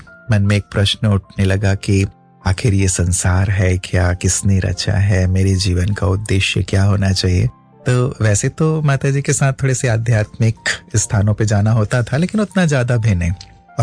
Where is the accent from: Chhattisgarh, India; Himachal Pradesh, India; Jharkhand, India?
Chhattisgarh, India; Bilaspur; born there; जी जी, मेरा जन्म छत्तीसगढ़ बिलासपुर में हुआ। तब तो एमपी हुआ करता था, मध्य प्रदेश